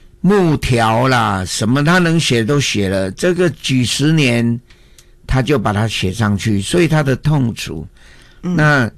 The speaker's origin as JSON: {"language": "Chinese", "town": "Daxi", "region": "Taoyuan", "country": "Taiwan", "tie": "born or raised there", "said": "我的老家在大溪侨爱，我的家两楼半"}